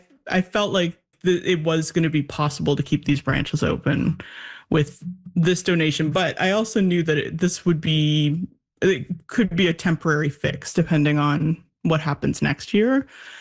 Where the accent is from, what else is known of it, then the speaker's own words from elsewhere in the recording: Bedford, Nova Scotia, Canada; I grew up in Bedford, Nova Scotia, and I was at that Bedford library all the time